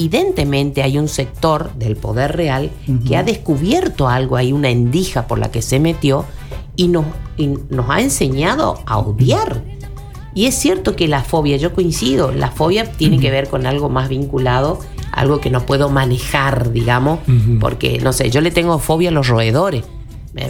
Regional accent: Argentina

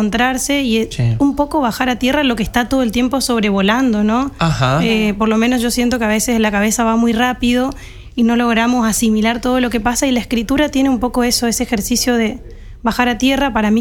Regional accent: Resistencia, Chaco, Argentina; born there; es una chica que nació en Resistencia

